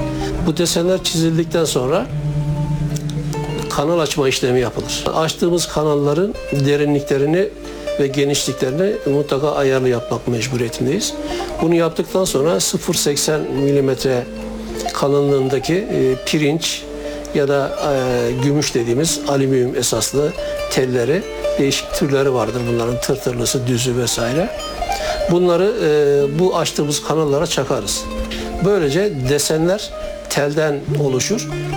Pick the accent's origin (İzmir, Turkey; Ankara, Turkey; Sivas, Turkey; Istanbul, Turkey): Ankara, Turkey; 1962 Ankara doğumluyum. Eğitim hayatımı Ankara'da tamamladım. Ankara Üniversitesi Dil Tarih Coğrafya Fakültesi Tarih Bölüm mezunuyum.